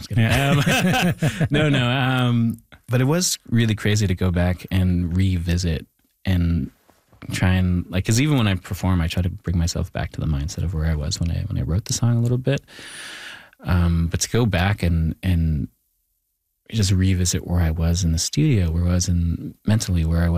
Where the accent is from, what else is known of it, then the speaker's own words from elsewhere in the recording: Thunder Bay, Ontario, Canada; And I bring that back even to growing up in Thunder Bay where, like, you know, it There is like, you know, a lot of tensions between the Indigenous and non-Indigenous communities up there.